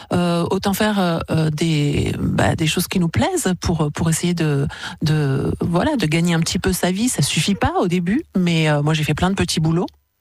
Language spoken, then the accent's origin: French; Port-de-Bouc, Provence-Alpes-Côte d'Azur, France; also born or lived in Moselle; Oui, j'étais déjà à Port de Bouc, parce que je suis née en Moselle, mais je suis arrivée à 2 ans et demi.